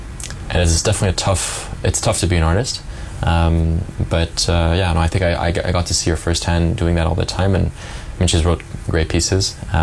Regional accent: Geneva, Switzerland; moved away; So I am originally from Geneva in Switzerland. Grew up a French mother and a Swiss father.

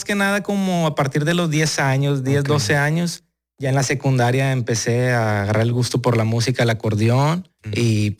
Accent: Monterrey, Nuevo León, Mexico; now in United States; Soy pues totalmente regio, pero sí. Radico en los Estados Unidos, pero aquí soy totalmente regio.

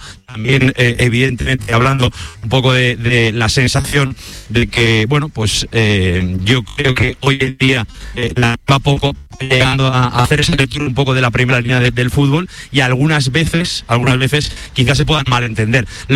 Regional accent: Valencia, Valencian Community, Spain; yo vengo de Valencia pero yo te cuento mi lectura

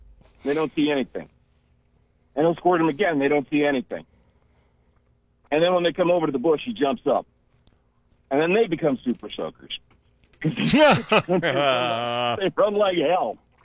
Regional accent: Lakewood, United States; So, I grew up in Lakewood. And this was back when Lakewood, you know, was actually really kind of a cool little place.

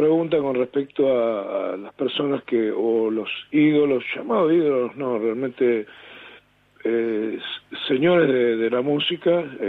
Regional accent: Valentín Alsina, Buenos Aires Province, Argentina; now in Gerli, Argentina; Yo soy soy oriundo de Valentín Alsina, pero ahora estoy jubilado, vivo solo en Gerli, que pertenece a Lanús.

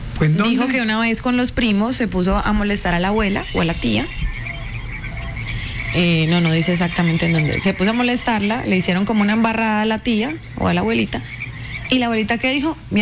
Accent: Venezuela; moved away; yo crecí en un pueblito en Venezuela. Yo viví gran parte de mi vida en Venezuela, por eso amo tanto Venezuela, y crecí específicamente en un pueblito en la frontera.

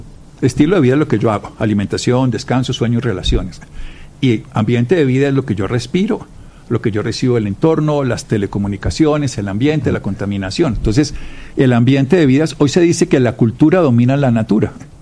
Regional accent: Armero, Tolima, Colombia; yo soy de Armero

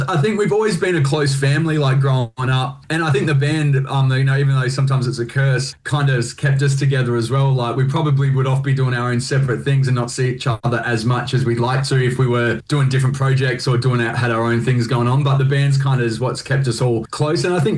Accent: Collie, Western Australia, Australia; Yeah, we're originally from Western Australia. We're born and raised in a town called Collie, which was about 2 hours south of Perth.

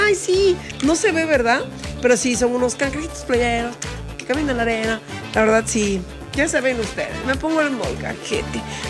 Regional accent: San Miguel Xoxtla, Puebla, Mexico; Saludos enormes a mi familia que está allá en mi pueblo hermoso que se llama San Miguel Xochla

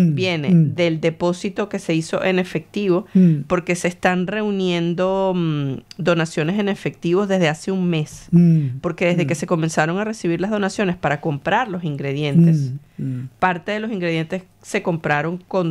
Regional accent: Venezuela; now in Australia; nosotros como venezolanos

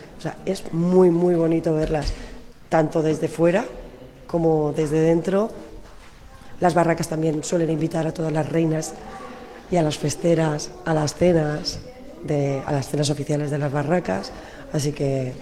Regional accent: El Campello, Valencian Community, Spain; moved away as an adult; Yo en realidad soy de Campello y me vine aquí a vivir hace 13 años

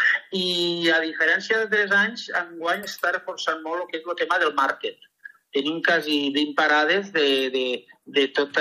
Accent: Rossell, Valencian Community, Spain; nosaltres som de Rossell

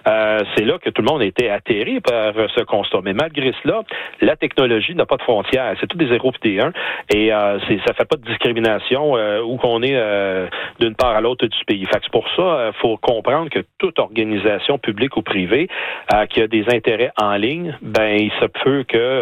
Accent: Quebec, Canada; par chez nous au Québec

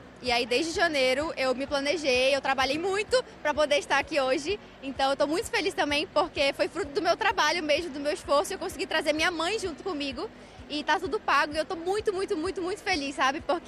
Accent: Belém, Pará, Brazil; now in Belo Horizonte, Brazil; Eu sou de Belém do Pará, mas eu tô morando agora em Minas Gerais, Belo Horizonte.

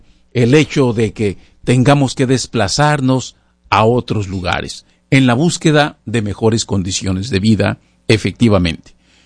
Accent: Tijuana, Baja California, Mexico; now in Washington, United States; mi querida ciudad Tijuana, a nuestra querida Tijuana

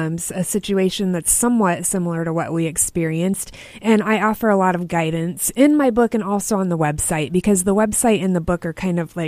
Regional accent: Monmouth, Illinois, United States; moved away as an adult; also born or lived in Nebraska; now in Peoria, United States; Okay, backstory is I'm from Monmouth, so not far from here.

